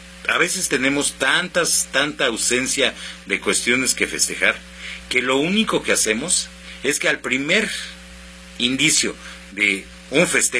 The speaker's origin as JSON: {"language": "Spanish", "country": "Mexico", "said": "es de nosotros como mexicanos"}